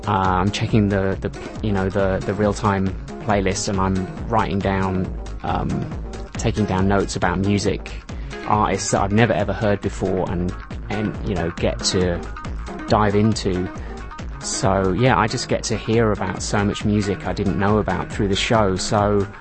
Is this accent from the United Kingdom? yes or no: yes; Northampton, East Midlands, United Kingdom; I grew up in a small village outside a small town. I grew up outside Northampton in the UK, and there wasn't a whole lot there.